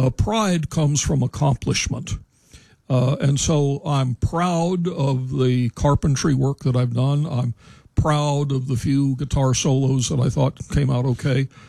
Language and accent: English; United States; I would say I kind of think of myself as American as you get.